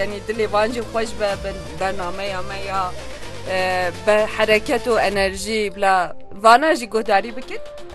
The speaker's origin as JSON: {"language": "Kurdish", "region": "Aleppo Governorate", "country": "Syria", "tie": "born or raised there", "said": "malbata xwe ya li Efrînê û gundê min Şêx Urzayê"}